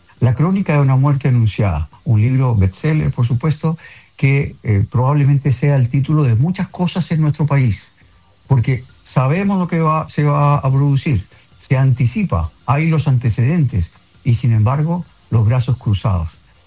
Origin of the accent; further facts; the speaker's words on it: Quilicura, Santiago Metropolitan Region, Chile; born there; yo nací en Quilicura. Yo nací, soy quilicurano, en esa época, la época de los fundos, de las parcelas